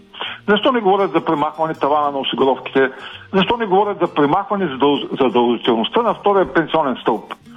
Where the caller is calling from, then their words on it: Ruse, Ruse Province, Bulgaria; съм от Русе.